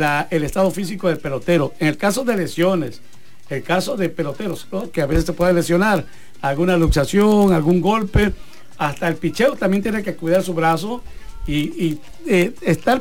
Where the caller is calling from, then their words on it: Pichucalco, Chiapas, Mexico; de Pichucalco, Chiapas.